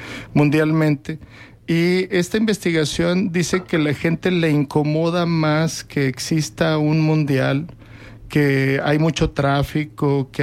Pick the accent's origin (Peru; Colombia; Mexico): Mexico